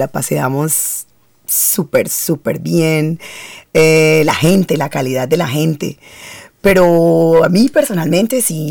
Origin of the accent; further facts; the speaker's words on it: Colombia; moved away as an adult; also born or lived in London; now in Adelaide, Australia; sí, soy de Colombia, yo me fui, nos fuimos con mi familia, nos fuimos para Londres.